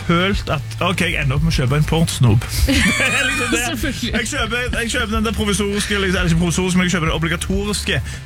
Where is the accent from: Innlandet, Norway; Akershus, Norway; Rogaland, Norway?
Rogaland, Norway; Altså for meg er fremdeles den dag i dag det å dra på sånn Sverigehandel er sånn eksotisk, siden jeg kom fra Rogaland og så langt